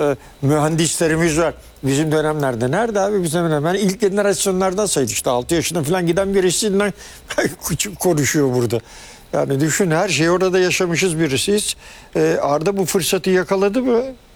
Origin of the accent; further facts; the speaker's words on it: Germany; moved away; ben Almanya'da büyüdüm ben. Tabii. Almanya'da yetiştim yani.